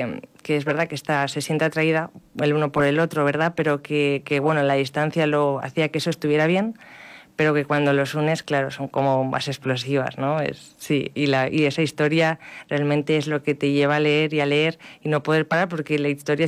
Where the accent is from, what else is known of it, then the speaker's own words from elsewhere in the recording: Salou, Catalonia, Spain; yo soy de Salou.